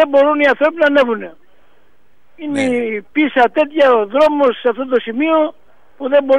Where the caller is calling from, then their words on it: Greece; Το χωριό μου είναι τα μοιραίικα, όπως ξέρετε, από τους καμένους.